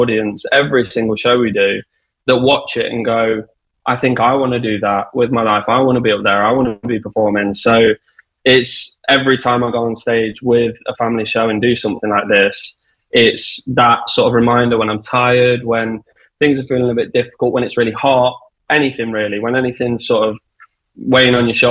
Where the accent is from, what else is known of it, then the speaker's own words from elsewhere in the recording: Derby, East Midlands, United Kingdom; I'm from the Midlands, sort of around Derby area.